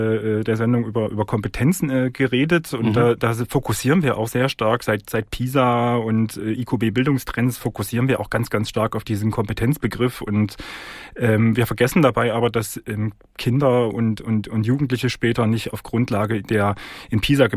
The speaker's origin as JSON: {"language": "German", "region": "Thuringia", "country": "Germany", "said": "Also ich komm selber aus Thüringen"}